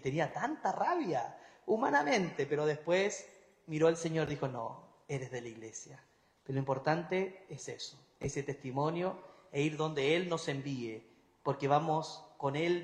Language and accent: Spanish; Andacollo, Coquimbo, Chile; moved away; yo crecí con él en Andacollo